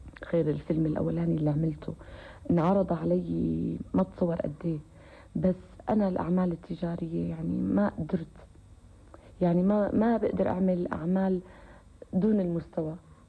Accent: Syria; وكنت أنا الوحيدة اللي من سوريا

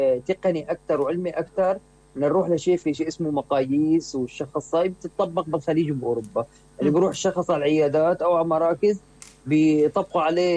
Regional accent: Syria; بتركيبتنا نحن كمجتمع سوري متعودين على حياة العائلة

